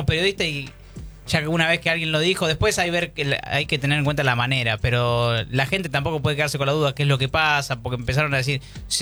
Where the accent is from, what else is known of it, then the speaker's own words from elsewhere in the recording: Argentina; somos argentinos